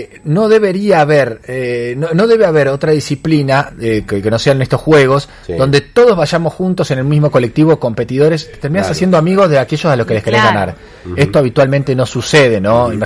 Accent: Argentina; cómo los argentinos bancamos a los equipos argentinos

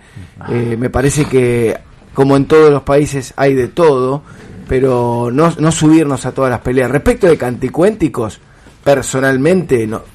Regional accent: Argentina

